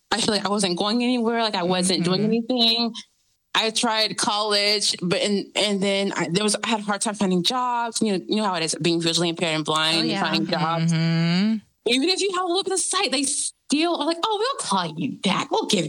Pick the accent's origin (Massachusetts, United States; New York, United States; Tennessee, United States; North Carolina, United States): North Carolina, United States; my hometown, which was in the capital of the state of North Carolina, Raleigh.